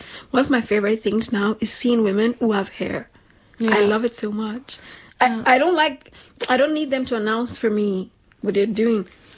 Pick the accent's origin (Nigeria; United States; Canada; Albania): Nigeria; I think the response they expect me to give as a Nigerian gir